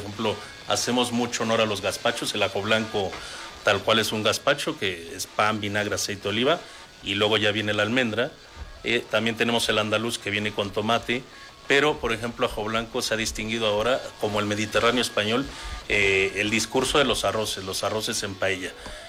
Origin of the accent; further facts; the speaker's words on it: Mexico; yo soy mexicano